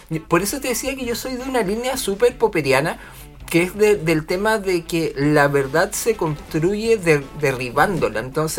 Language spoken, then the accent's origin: Spanish; Chile